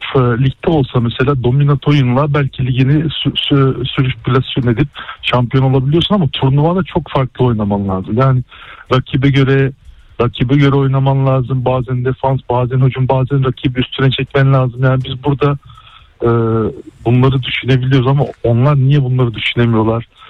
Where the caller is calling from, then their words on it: Istanbul, Turkey; ben İstanbul'dan.